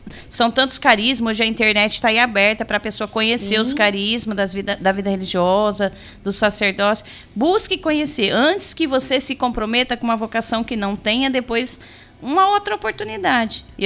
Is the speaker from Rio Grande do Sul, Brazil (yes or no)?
no; Colina, São Paulo, Brazil; born there; now in Itapetininga, Brazil; eu sou lá da cidade de Colina, ao lado da cidade de Barretos.